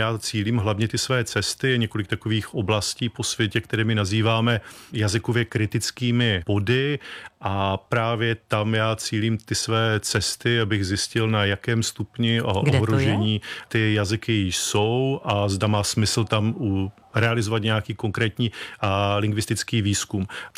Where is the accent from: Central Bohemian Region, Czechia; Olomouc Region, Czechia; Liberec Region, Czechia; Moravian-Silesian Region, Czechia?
Moravian-Silesian Region, Czechia; Opava